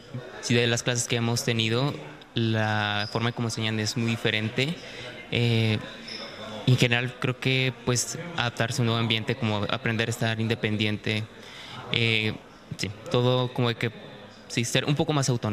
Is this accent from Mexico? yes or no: yes; Mexico; now in Spain; En un piso, justo somos cuatro de México y estamos compartiendo un piso todos juntos.